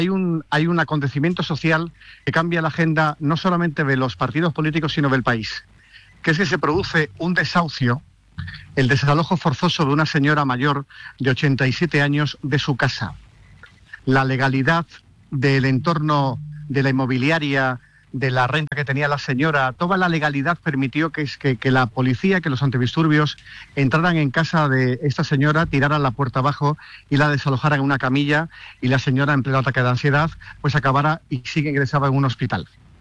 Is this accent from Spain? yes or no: yes; southern Spain, Spain; yo soy del sur de España